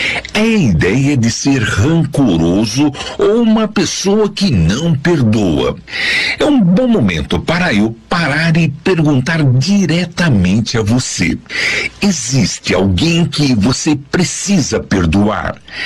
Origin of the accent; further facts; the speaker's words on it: São Caetano do Sul, São Paulo, Brazil; Eu teria que voltar para a minha cidade onde cresci, São Caetano do Sul.